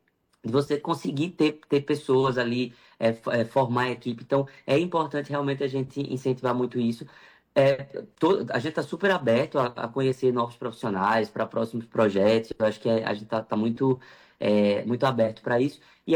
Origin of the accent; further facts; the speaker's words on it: Caruaru, Pernambuco, Brazil; A gente, como eu venho do interior de Caruaru, hoje moro em Caruaru, estou aqui, inclusive.